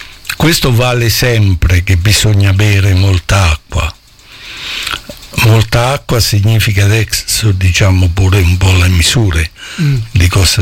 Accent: Montappone, Marche, Italy; born there; poi detto da me che sono nato a Montappone, che dove i cappelli si fanno per tutto il mondo

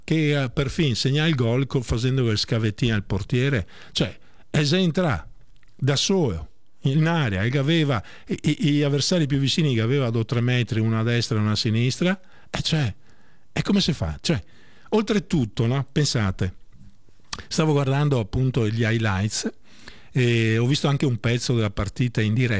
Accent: Sant'Angelo di Piove di Sacco, Veneto, Italy; born there; pure il mio paese natale, patrono San Michele Arcangelo, Sant'Angelo, Sant'Angelo di Piove di Sacco

